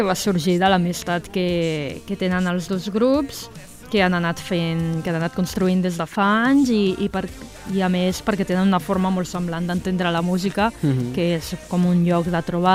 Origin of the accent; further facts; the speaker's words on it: Sant Just Desvern, Catalonia, Spain; Jo m'estimo molt Sant Just, sóc d'aquí de tota la vida.